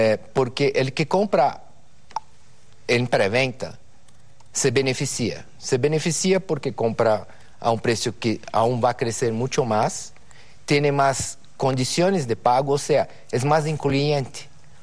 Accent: Brazil; Spanish is a second language; moved away as an adult; now in Mexico; Mira, soy de Brasil.

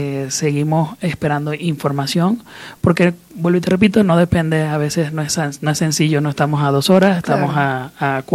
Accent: Venezuela; now in Querétaro, Mexico; somos muchísimos venezolanos fuera en diferentes países. En Querétaro particularmente, el equipo en el cual yo también conformo, soy parte de ellos

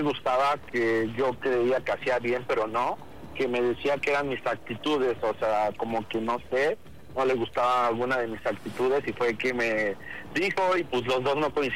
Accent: State of Mexico, Mexico; Tengo 17 años y soy del Estado de México.

